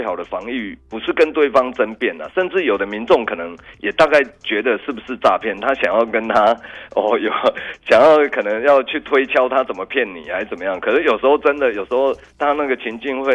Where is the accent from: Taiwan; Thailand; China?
Taiwan